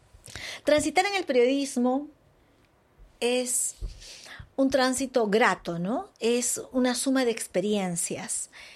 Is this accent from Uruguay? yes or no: no; Peru; las mujeres peruanas hemos empezado en el ejercicio de nuestros derechos civiles y políticos mucho más tarde.